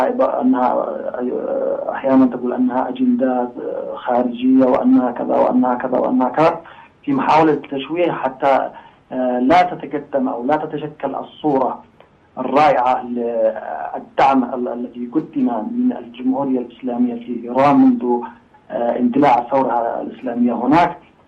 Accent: Yemen; عندنا في اليمن

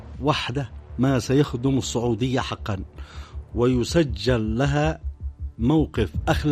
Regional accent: Yemen

